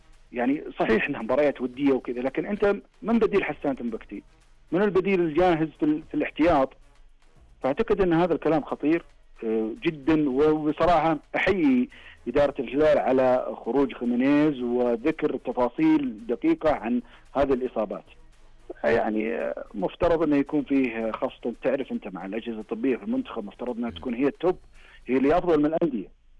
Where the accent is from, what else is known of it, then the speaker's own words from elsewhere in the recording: Saudi Arabia; خاصة عندنا في السعودية